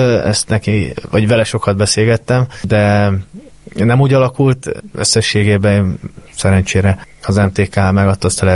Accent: Győr, Győr-Moson-Sopron, Hungary; ugye említettük, hogy én Győrbe volt az első időszakom, és ott nevelkedtem, úgyhogy ez fontos volt nekem, hogy ott tudtam bemutatkozni.

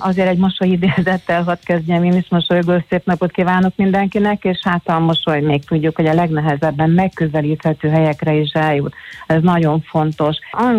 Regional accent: Hungary; hogy magyarok vagyunk, hiszen hát ide születtünk, itt a hazánk, a házunk, a kertünk, és nem magyarkodunk, hanem magyarok vagyunk.

